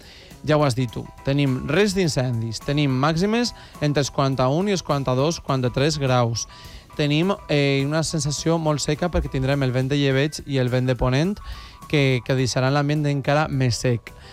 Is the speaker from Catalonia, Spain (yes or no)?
no; Casas Bajas, Valencian Community, Spain; en el meu poble, de fet, en Casas Bajas